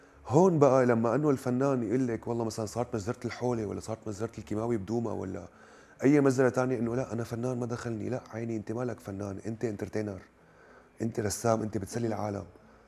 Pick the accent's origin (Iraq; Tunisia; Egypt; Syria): Syria; بتعرفي احنا كسوريين عم نموت جوع